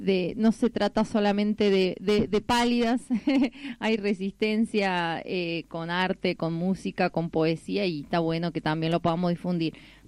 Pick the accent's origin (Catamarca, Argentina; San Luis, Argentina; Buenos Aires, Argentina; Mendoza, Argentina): San Luis, Argentina; es muy común en estos pagos puntanos escuchar eso.